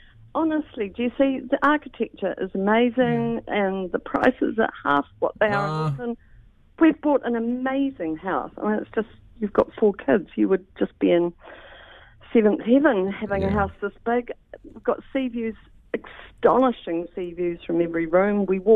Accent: Dunedin, Otago, New Zealand; moved away as an adult; also born or lived in Auckland; I know it's cooler than Auckland, but I lived in Auckland. I grew up in Dunedin. I left here when I was 18 and came to design school in Auckland and never went back, never came back.

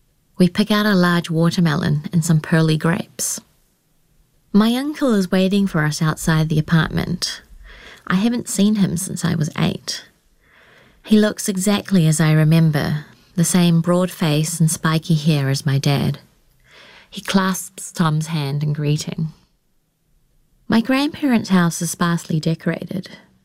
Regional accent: Miaozhen, Shanghai, China; moved away; The route from Shanghai to my hometown is a subway ride to the wharf, a boat across Changjiang to Toming Island, and finally a bus to Miaozhen. In total, it takes almost 4 hours. On every stage of transport, the Toming dialect I hear increases. It's my third time back to Toming since I left

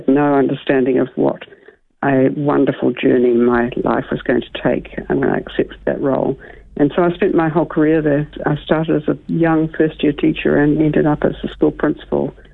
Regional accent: Auckland, New Zealand; born there; also born or lived in Scotland; now in Hamilton, New Zealand; We came from Scotland when I was young, and I went to a school in South Auckland and then on to Auckland University

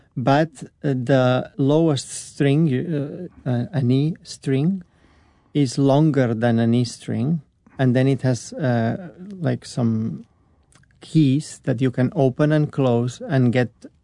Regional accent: Catalonia, Spain; I'm from Catalonia, yes.

